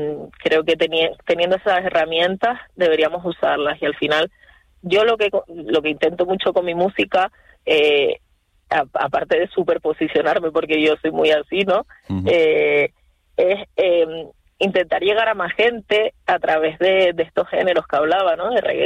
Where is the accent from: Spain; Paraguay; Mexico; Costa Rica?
Spain; Canary Islands; siendo canario, canaria, habiendo nacido y vivido aquí toda mi vida